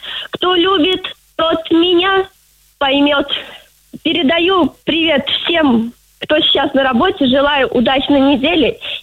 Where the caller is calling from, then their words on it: Tatarstan, Russia; я из Татарстана.